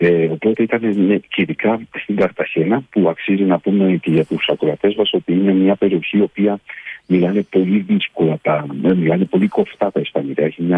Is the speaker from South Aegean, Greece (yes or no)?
no; Thessaloniki, Central Macedonia, Greece; Ναι. Νίκο, από παιδιά. Μεγαλώσαμε μαζί στην Τούπα.